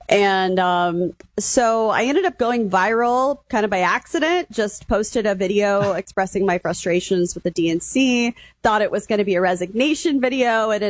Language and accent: English; Kansas City, Missouri, United States; so I'm from the middle of the country. Originally, I'm from Kansas/Missouri. I claim both sides of the state line, Kansas City. And I grew up in a mostly working class union family.